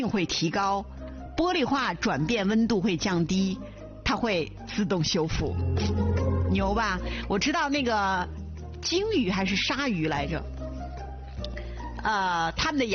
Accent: China

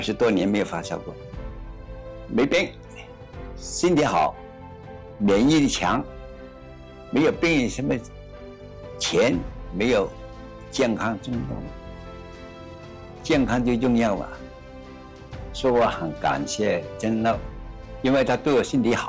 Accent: Hong Kong; now in Shenzhen, China; 我是香港人，今年93岁。

